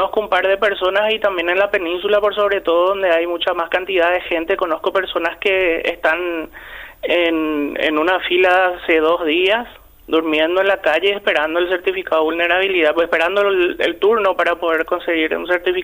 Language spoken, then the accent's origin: Spanish; Paraguay; moved away as an adult; now in Gran Canaria, Spain